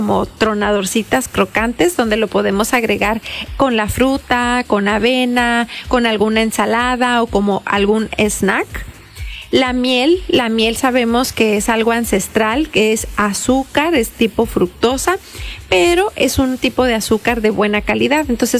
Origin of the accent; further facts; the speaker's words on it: Tijuana, Baja California, Mexico; Ay, pues soy de Tijuana.